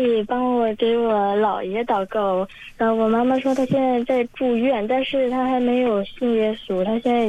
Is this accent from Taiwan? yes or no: no; Dongguan, Guangdong, China; born there; also born or lived in Changchun; 因为我小时候就在那个东莞出生的，但是我的户口是长春，然后我基本上都在南方待着。